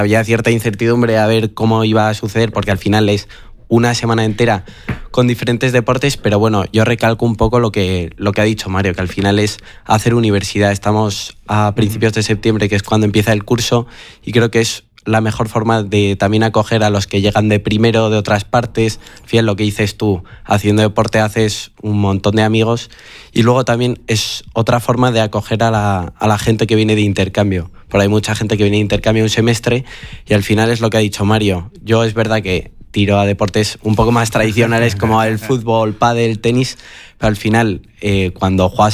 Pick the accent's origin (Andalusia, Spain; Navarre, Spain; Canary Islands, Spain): Navarre, Spain; Pamplona; soy de Pamplona